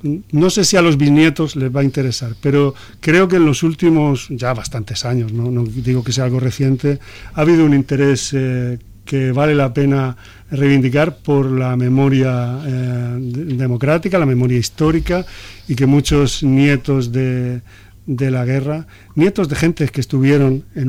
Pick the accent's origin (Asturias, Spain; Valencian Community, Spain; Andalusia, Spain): Valencian Community, Spain; yo soy del sur de Alicante